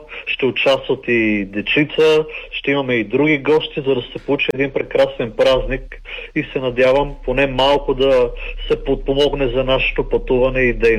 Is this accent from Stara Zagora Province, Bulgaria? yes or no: no; Blagoevgrad, Blagoevgrad Province, Bulgaria; може би защото аз като техен ръководител съм от Благоевград и в тази фолклорна област се чувствам най-добре